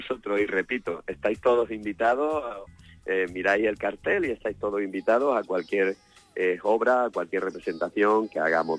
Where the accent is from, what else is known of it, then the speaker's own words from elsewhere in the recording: Serón, Andalusia, Spain; venir a mi pueblo, a Serón